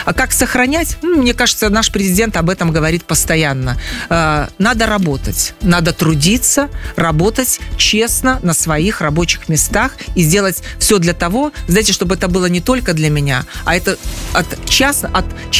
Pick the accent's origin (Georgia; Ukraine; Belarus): Belarus; мы белорусы, мирная нация, и наш уголок, родной дом, да, он действительно спокойный и уютный.